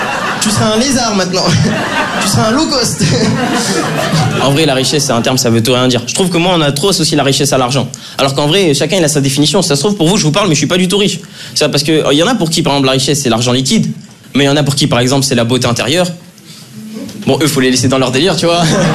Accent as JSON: {"language": "French", "town": "Draguignan", "region": "Provence-Alpes-Côte d'Azur", "country": "France", "lives_now": "Lyon, France", "said": "faut savoir un truc, c'est que moi, je viens de Draguignan. Donc, partout où je suis en France, je suis content d'être là"}